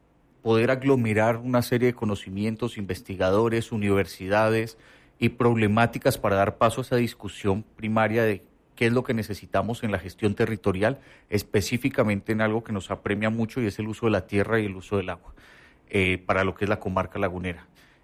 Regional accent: Colombia; now in Torreón, Mexico

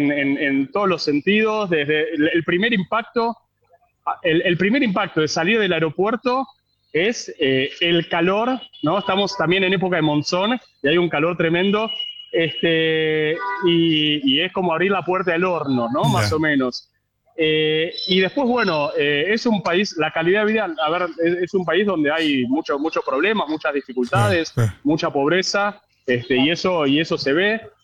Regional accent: Argentina; born there; no, yo soy del país, nací, soy de Argentina

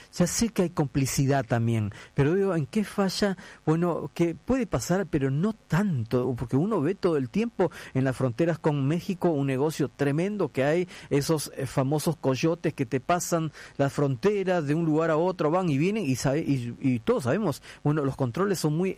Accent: Peru; los dos somos peruanos y conocemos bastante bien

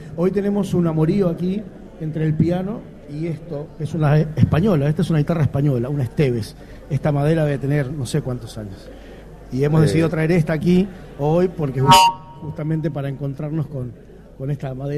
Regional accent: Chaco, Argentina; born there; Más uno que viene del interior, nosotros que somos, yo soy nacido en el Chaco, entonces allá de mi litoral

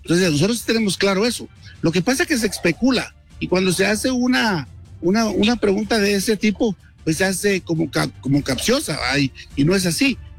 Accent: Guatemala

